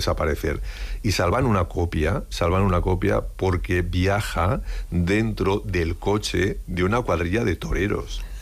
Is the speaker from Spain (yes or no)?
yes; Spain; Pero es esta reflexión que ni siquiera como españoles somos conscientes de ello, de todo ese bagaje y de esa formación.